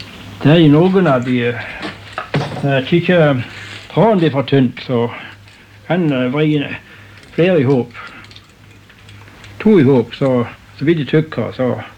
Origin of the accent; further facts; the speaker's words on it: Lyngdal, Agder, Norway; og da begynte Lodd å pendle her hjemme i Lyngdal. Det var da jeg og talte med et menneske på Jæren, og jeg stod hjemme i Lyngdal.